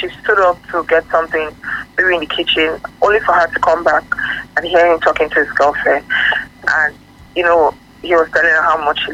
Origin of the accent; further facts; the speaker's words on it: Lagos, Nigeria; from Lagos.